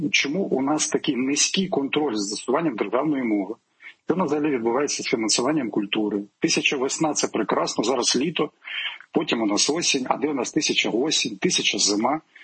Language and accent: Ukrainian; Mykolaiv Oblast, Ukraine; Я уродженець Миколаївщини, але, вибачте, я працював і народним депутатом України, я співавтор мовного закону і став першим уповноваженим на захисту державної мови.